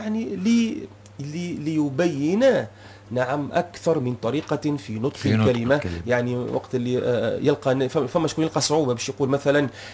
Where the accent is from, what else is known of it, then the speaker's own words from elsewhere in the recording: Tunisia; احنا في تونس